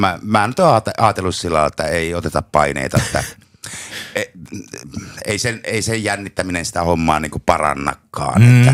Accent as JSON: {"language": "Finnish", "town": "Hailuoto", "region": "North Ostrobothnia", "country": "Finland", "tie": "born there", "said": "mä oon syntynyt Hailuodossa ja mulla on juuret siellä."}